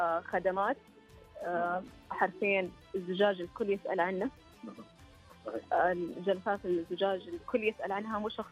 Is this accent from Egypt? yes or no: no; Abha, Asir, Saudi Arabia; أنا من أهل أبها